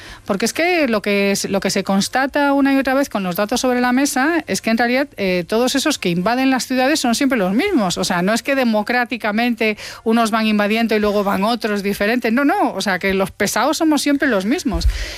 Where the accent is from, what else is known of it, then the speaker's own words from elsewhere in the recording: Santiago de Compostela, Galicia, Spain; Yo soy de Santiago de Compostela.